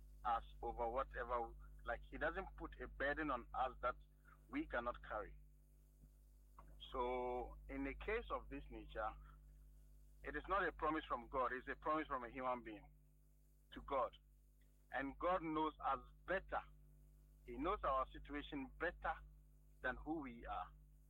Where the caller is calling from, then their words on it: Accra, Greater Accra, Ghana; I'm calling from Accra.